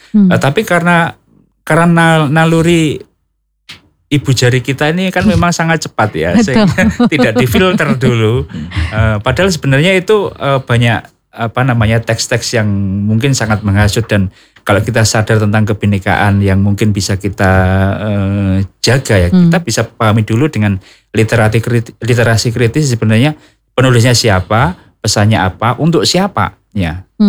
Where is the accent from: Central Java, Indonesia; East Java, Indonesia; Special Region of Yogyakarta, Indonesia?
Central Java, Indonesia; Rembang; tapi saya orang Rembang, Mbak.